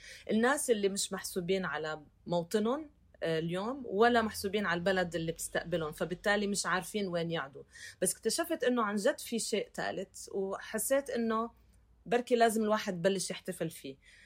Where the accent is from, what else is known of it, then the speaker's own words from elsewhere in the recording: Lebanon; moved away as an adult; now in Paris, France; طفولتي كفلسطينية بلبنان، مع اختلاف إن كان اللهجة أو الأشياء اللي عم بعيشها غير عن اللي معي بالمدرسة اللبنانيين